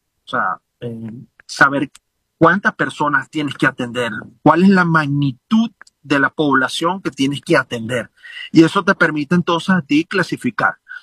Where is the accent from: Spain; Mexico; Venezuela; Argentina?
Venezuela; todos somos médicos venezolanos, certificados, acreditados